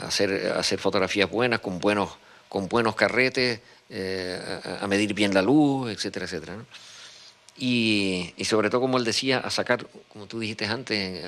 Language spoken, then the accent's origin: Spanish; Canary Islands, Spain